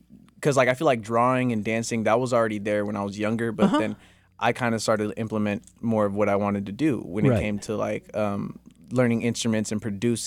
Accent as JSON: {"language": "English", "town": "Tracy", "region": "California", "country": "United States", "tie": "born or raised there", "said": "No. I'm born and raised in Tracy."}